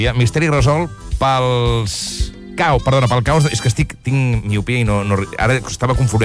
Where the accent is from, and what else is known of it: Catalonia, Spain